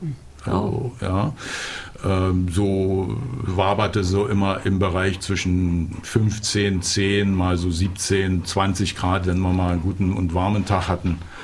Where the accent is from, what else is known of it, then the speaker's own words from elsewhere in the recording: Finland; now in Hungary; Ich bin ja aus Finnland hierher nach Ungarn gekommen im Jahre 2000.